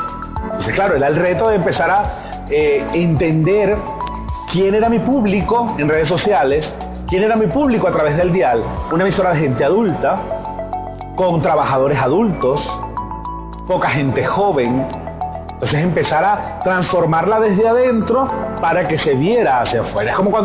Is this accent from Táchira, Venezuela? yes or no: no; Zulia, Venezuela; los dos somos del Zulia